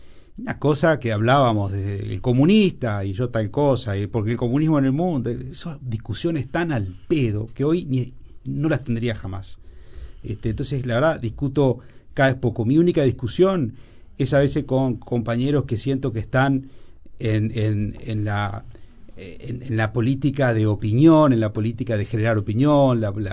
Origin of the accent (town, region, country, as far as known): Uruguay